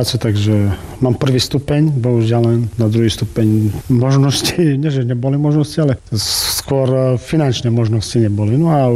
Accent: Družstevná pri Hornáde, Košice Region, Slovakia; pochádzam z vedľajšej dediny Drusovnej pri Hornáde.

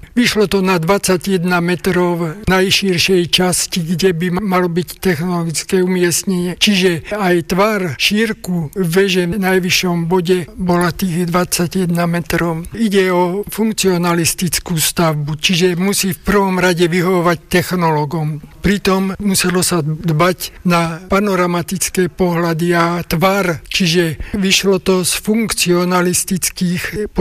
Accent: Záhorie, Slovakia; also born or lived in Trnava; Som zo Záhoria, trávil som gymnaziálne roky v Trnave, 8 rokov v Trnave a to v detskom domove.

